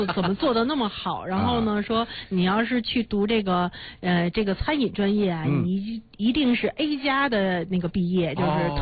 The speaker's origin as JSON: {"language": "Chinese", "country": "China", "also_born_or_lived": "New Zealand", "moved": "as an adult", "said": "我出国读书的时候呢，跟大家一样，我们中国人呢基本上在十年前出国读书"}